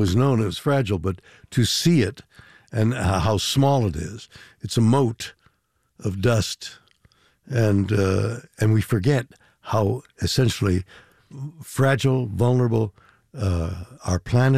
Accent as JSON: {"language": "English", "country": "Canada", "lives_now": "United States", "said": "although I'm a Canadian."}